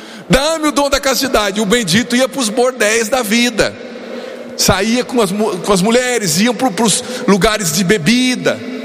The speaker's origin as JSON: {"language": "Portuguese", "region": "Paraná", "country": "Brazil", "moved": "as an adult", "said": "eu era um jovem, eu sou do Paraná, né? Tinha acho que 19, 20 anos na época."}